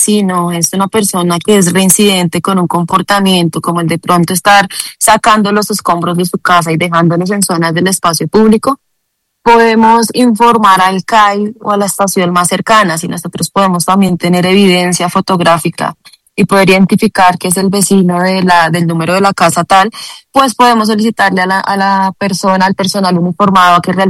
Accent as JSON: {"language": "Spanish", "region": "Bogotá", "country": "Colombia", "said": "Nosotros como ciudadanos, como bogotanos"}